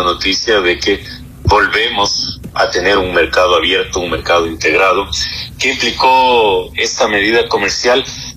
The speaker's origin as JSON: {"language": "Spanish", "country": "Ecuador", "said": "nosotros como ecuatorianos somos gente seria, gente respetuosa de las reglas, de las leyes"}